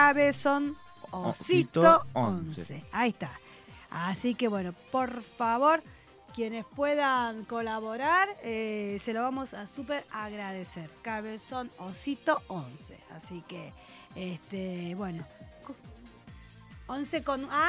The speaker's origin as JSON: {"language": "Spanish", "country": "Argentina", "said": "Somos bueno, argentinos."}